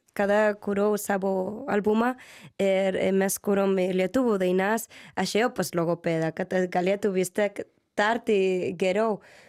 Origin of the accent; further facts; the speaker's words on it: Spain; Lithuanian is a second language; now in Lithuania; esu ispanė ir nenoriu save tiesiog pametę savo identitetą.